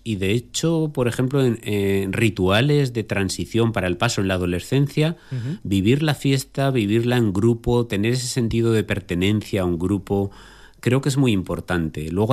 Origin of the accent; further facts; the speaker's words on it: Huesca, Aragon, Spain; yo nací en Huesca